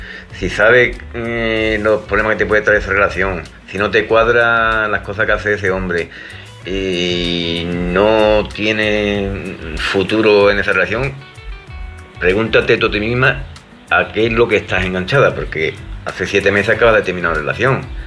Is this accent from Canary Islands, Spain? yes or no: no; Andalusia, Spain; Por si mi acento y pronunciación, ya que soy de un pueblo cerraillo de Huelva, pues no pronuncio algunas cosas bien o muy rápido.